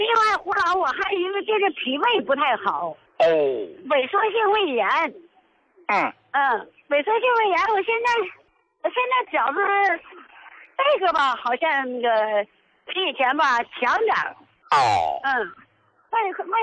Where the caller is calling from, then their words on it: Jilin, China; 我是吉林的。